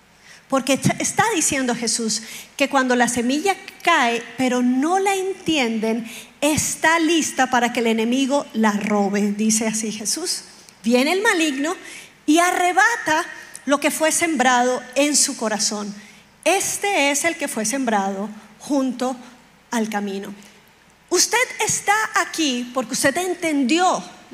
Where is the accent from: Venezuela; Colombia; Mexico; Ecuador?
Colombia